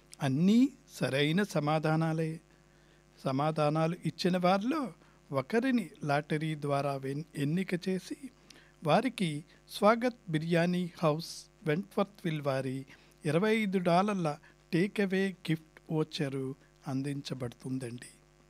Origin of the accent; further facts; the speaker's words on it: Palakollu, Andhra Pradesh, India; now in Sydney, Australia; నా చిన్నప్పుడు మా ఊరు పాలకొల్లు, గోదావరి జిల్లా అనుకోండి, పశ్చిమ గోదావరి జిల్లా.